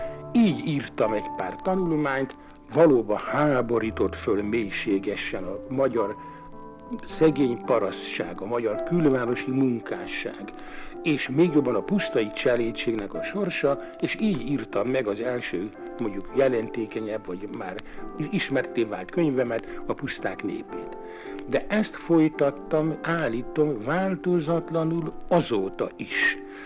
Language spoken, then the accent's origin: Hungarian; Hungary; born or raised there; moved away; also born or lived in France